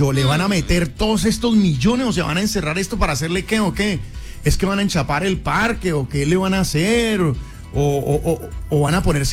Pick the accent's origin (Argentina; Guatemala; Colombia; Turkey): Colombia; Villavicencio, Meta; mi pueblo. Ay, Villavicencio, la bella, hermosa ciudad.